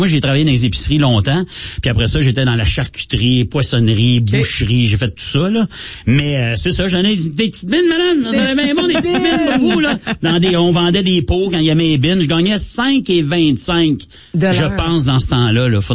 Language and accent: French; Ontario, Canada